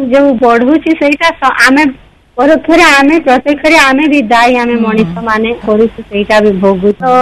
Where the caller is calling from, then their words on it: Bargarh, Odisha, India; ମୁଁ ବରଗଡ଼ର